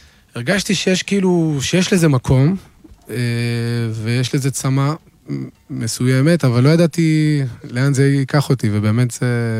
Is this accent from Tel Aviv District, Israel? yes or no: no; Jerusalem, Jerusalem District, Israel; בתור ירושלמי